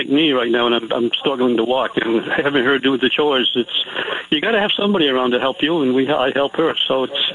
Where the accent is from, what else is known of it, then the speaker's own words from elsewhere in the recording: New Bedford, Massachusetts, United States; now in King and Queen Courthouse, Virginia, United States; I grew up in New Bedford.